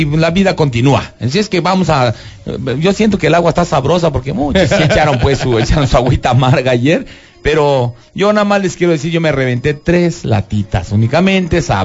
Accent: Mexico; Seguimos siendo mexicanos y pues vamos a molestarnos por cosas más feas.

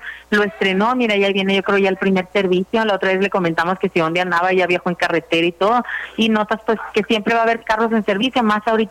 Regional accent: Cananea, Sonora, Mexico; nos estamos apoyando entre las tres vendedoras que somos de aquí de Cananea

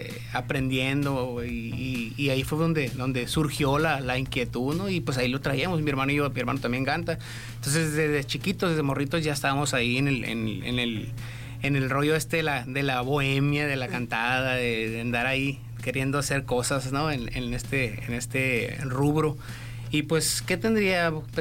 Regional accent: Hermosillo, Sonora, Mexico; soy de aquí, Hermosillo, orgullosamente de esta tierra, de esta ciudad del sol.

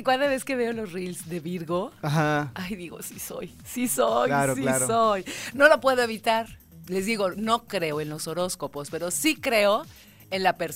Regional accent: Mexico; Ahora sí nos acordamos que somos mexicanos.

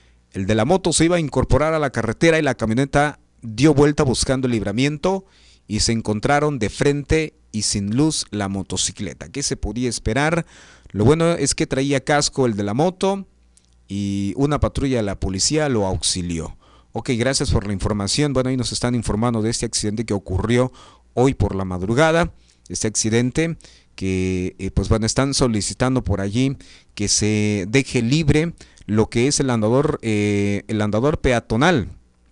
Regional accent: Chiapas, Mexico; now in Tonalá, Mexico; todos somos chiapanecos, ¿no? Entonces, pues es algo que nos identifica.

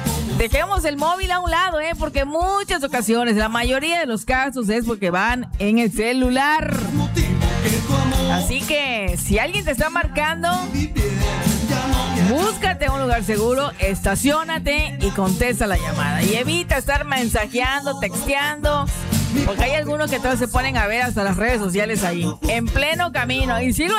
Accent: Teapa, Tabasco, Mexico; rumbo a Teapa, allá para mi pueblo.

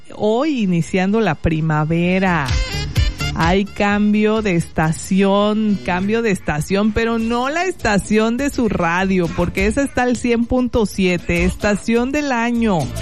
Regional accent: Mexico; como buenas mujeres mexicanas

